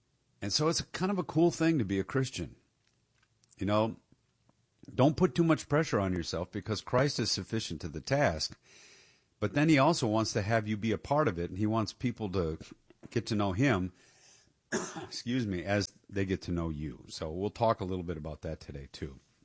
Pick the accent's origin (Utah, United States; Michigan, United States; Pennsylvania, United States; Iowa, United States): Michigan, United States; Detroit; I know a lot of these cities better than I knew the city I grew up in Detroit